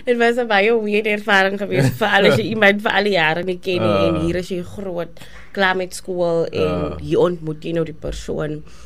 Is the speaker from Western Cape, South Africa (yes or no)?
yes; George, Western Cape, South Africa; moved away